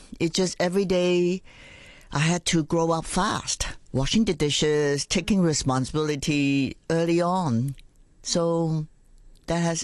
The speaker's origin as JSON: {"language": "English", "country": "Hong Kong", "tie": "born or raised there", "said": "growing up in Hong Kong later on, I was ashamed to tell people where I live."}